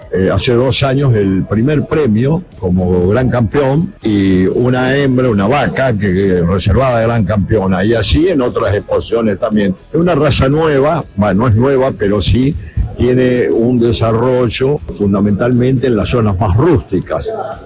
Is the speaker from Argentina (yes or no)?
yes; Argentina